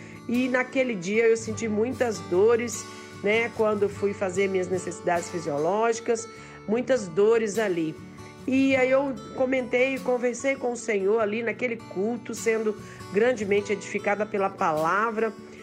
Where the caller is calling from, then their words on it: Belo Horizonte, Minas Gerais, Brazil; falo de Belo Horizonte